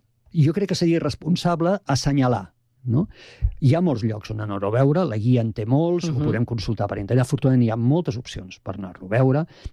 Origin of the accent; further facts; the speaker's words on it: Tarragona, Catalonia, Spain; born there; moved away as an adult; jo que sóc de Tarragona, nascut a Tarragona, tot i que fa 30 anys que visc aquí, més de 30 anys ja, i a més estiuejo a Falset, al Priorat